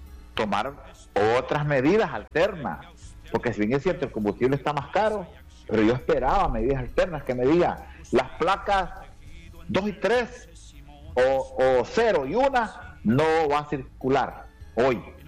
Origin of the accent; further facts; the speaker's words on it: Honduras; yo como hondureño